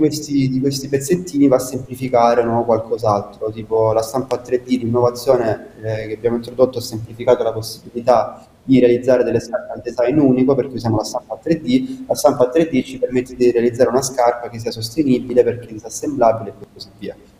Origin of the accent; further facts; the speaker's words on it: Casarano, Apulia, Italy; sia io che Marco siamo nati e cresciuti a Caserano